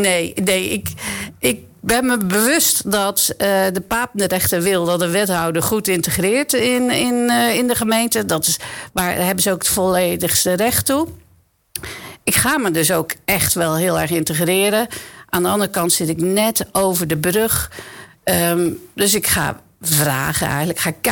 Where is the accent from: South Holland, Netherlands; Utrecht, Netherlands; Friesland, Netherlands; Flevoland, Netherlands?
South Holland, Netherlands; Dordrecht; Ik ben geboren en getogen in Dordrecht. Maar ja, dat kan je bijna niet loszien van Papendrecht. Ik woon net over de brug in Land van Valk.